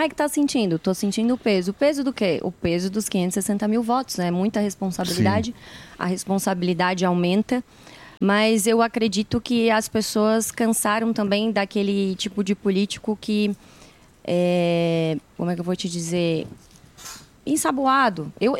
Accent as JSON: {"language": "Portuguese", "town": "Criciúma", "region": "Santa Catarina", "country": "Brazil", "said": "Eu sou de Criciúma."}